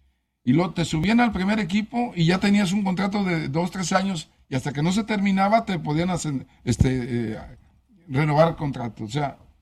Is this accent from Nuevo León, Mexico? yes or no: no; Xalisco, Nayarit, Mexico; En mi pueblo, Jalisco, Nayarit